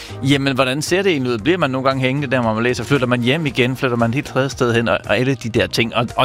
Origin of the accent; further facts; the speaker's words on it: Central Denmark Region, Denmark; now in Germany; Jeg er jo fra Midtjylland og bor også i Sydslesvig, men jeg kender jo ligesom turen, kan man sige.